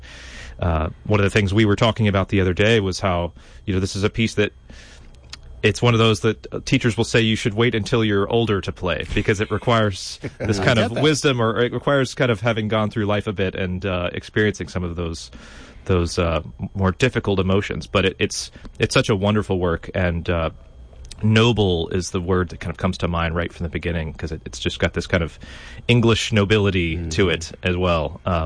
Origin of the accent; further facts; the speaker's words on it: Louisiana, United States; I'm glad to be back playing it in my hometown in Louisiana, the whole thing.